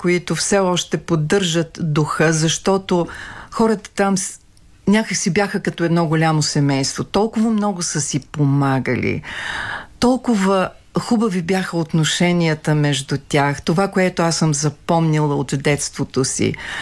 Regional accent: Tabachka, Ruse Province, Bulgaria; born there; Това е родното ми място. За мен е най-хубавото кътче на света, независимо от всичко.

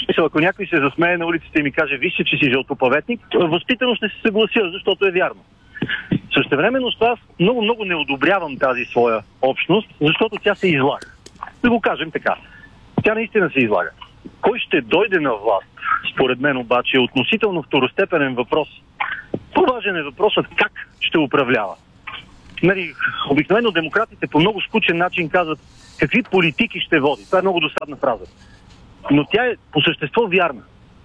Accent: Western Bulgaria, Bulgaria; accent: Shop, Tran; Аз съм обикновен човек от Западна България. Имам шопски, трънски, леко македонски примес в себе си.

